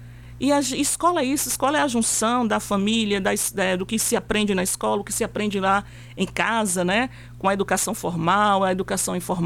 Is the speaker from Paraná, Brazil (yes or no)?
no; Tapiramutá, Bahia, Brazil; Eu sou brasileiro, eu sou tapiramutense. Então eu faço parte.